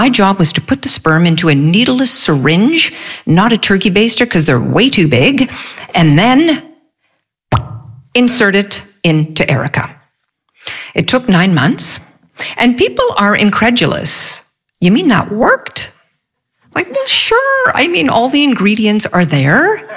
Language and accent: English; Montreal, Quebec, Canada; born there; I was born just outside of Montreal.